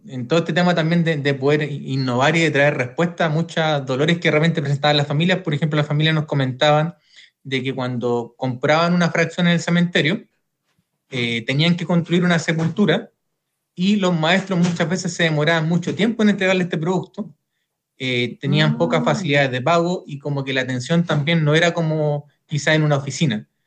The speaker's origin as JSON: {"language": "Spanish", "town": "Concepción", "region": "Biobío", "country": "Chile", "tie": "born or raised there", "moved": "yes", "lives_now": "Los Ángeles, Chile", "said": "comparé Concepción, que era mi ciudad natal, donde yo nací, y Los Ángeles, que era la ciudad donde yo me encontraba trabajando."}